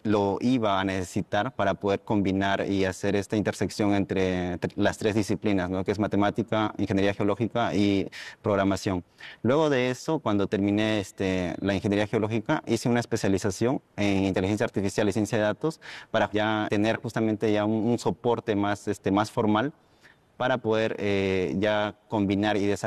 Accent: Peru; decisiones políticas aquí en mi país y me di cuenta de que la minería es un sector bastante importante aquí en el Perú.

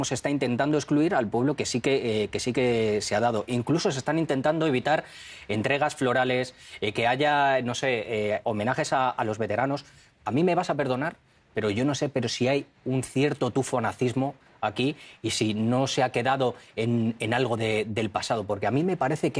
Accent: Spain; Yo como español estaría asustado si mi gobierno apoya o cómo está apoyando, está dando armamentos a Kiev y está permitiendo este tipo de provocaciones.

